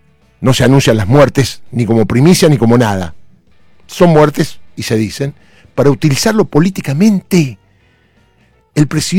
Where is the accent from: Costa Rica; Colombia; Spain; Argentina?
Argentina; Nos criamos así en la Argentina.